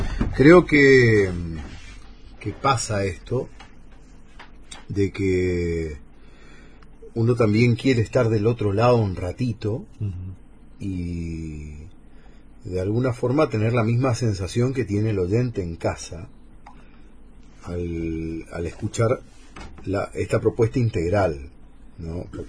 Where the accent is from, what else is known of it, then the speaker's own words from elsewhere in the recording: Corrientes, Argentina; born there; No nacimos accidentalmente en Corrientes, sino que tuvimos la suerte de haber nacido en Corrientes.